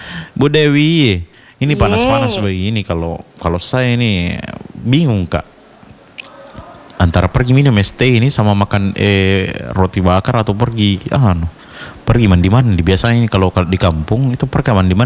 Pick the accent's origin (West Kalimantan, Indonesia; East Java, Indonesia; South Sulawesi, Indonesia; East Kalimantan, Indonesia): South Sulawesi, Indonesia; Pinrang; Saya kalau saya orang Pindrang tapi di bagian Batu Lapa.